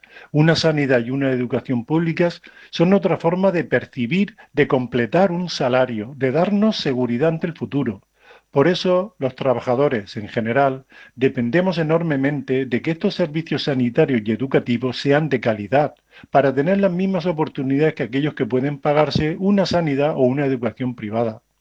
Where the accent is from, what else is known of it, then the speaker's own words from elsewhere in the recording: Cox, Valencian Community, Spain; en Cos, mi pueblo